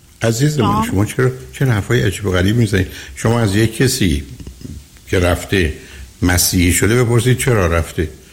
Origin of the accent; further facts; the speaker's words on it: Iran; ما مردم ایران